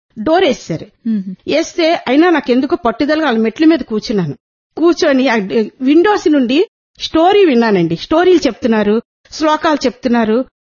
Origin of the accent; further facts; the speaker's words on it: Visakhapatnam, Andhra Pradesh, India; నాది వైజాగ్.